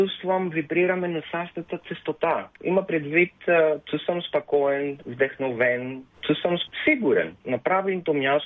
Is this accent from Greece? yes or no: yes; Athens, Attica, Greece; Bulgarian is a second language; Спрямо Атина. Аз съм от Атина. На което Атина за съзеление, много хубаво море, много хубава плажа има, ама не много зелена.